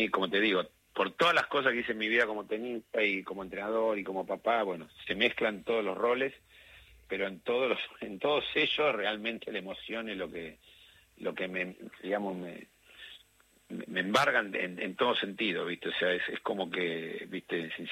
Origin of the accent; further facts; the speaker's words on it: Argentina; una emoción no solamente para mí como padre, como entrenador, como argentino.